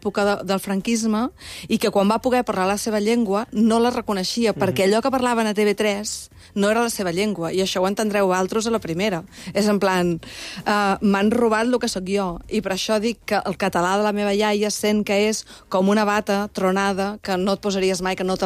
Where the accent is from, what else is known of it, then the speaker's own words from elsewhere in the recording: Catalonia, Spain; born there; jo soc catalana d'aixement, o sigui, tinc allò 8 apellidos catalanes